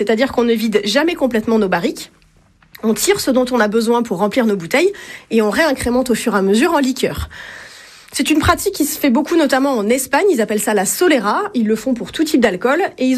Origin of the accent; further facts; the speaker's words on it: Île-de-France, France; L'Île-de-France.